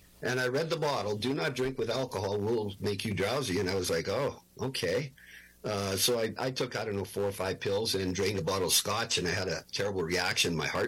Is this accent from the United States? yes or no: no; Canada; I'm Canadian